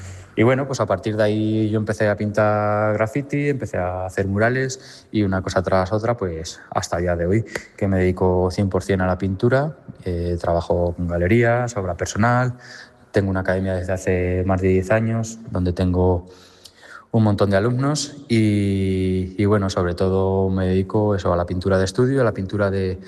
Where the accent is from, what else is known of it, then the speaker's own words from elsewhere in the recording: Castilla-La Mancha, Spain; now in Pedro Muñoz, Spain; nada, por presentarme un poquito, soy un chaval de 34 años, manchego, vivo en un pueblecito de Ciudad Real, en el centro de La Mancha, que se llama Pedro Muñoz. Soy manchego a tope, llevo siempre mi tierra por bandera.